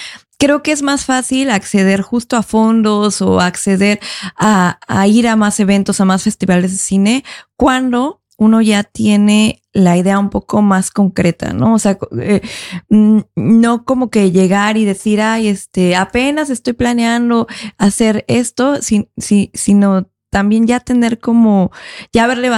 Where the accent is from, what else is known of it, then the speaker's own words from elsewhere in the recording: Mexico City, Mexico; Y yo vengo de Ciudad de México y Ciudad de México es una ciudad súper abierta y vengo justo de esa área de medios, de artistas, etcétera, de la cultura.